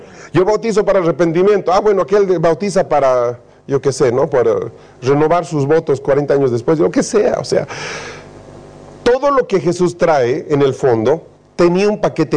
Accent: Chile; para nosotros, chilenos, es todo un problema

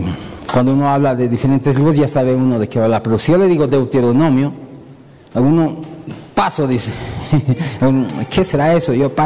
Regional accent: Bolivia; Nosotros, como bolivianos, nos debemos a nuestras leyes también.

